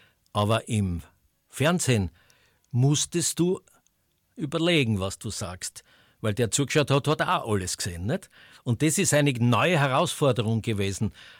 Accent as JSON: {"language": "German", "town": "Graz", "region": "Styria", "country": "Austria", "said": "Als erstes habe ich ja Fußball gemacht als Grazer."}